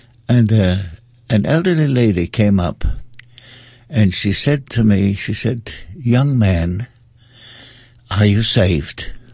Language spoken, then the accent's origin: English; Austria; also born or lived in England; I have a German background. … But although I was brought up in Austria, I also spent quite a lot of time in England.